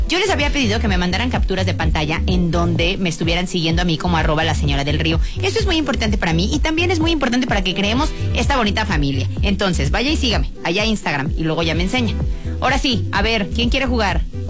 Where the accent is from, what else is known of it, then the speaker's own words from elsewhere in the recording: Mexico; ahorita que estamos hablando de que somos muy mexicanos